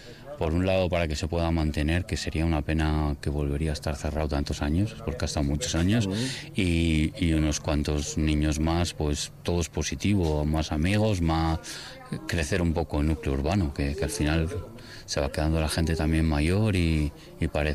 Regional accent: Anúcita, Basque Country, Spain; De aquí, de Anúncita.

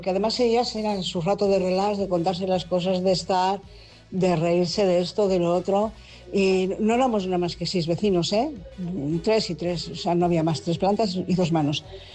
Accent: Basauri, Basque Country, Spain; yo soy de Basauri y donde vivía, quedaba delante de casa, quedaban unas campas y así, era una casa de pisos, 3 pisitos, pero estábamos así, un sitio con casitas y así.

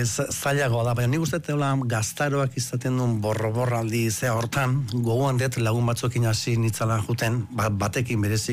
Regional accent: Lasarte, Basque Country, Spain; also born or lived in Ondarroa; sortu nintzen Bizkaian Ondarrun, bai? Baina gali ez dut inoiz esate, baina Gipuzkura etorren nintzen Lasartera, ni 8 urte nitxula

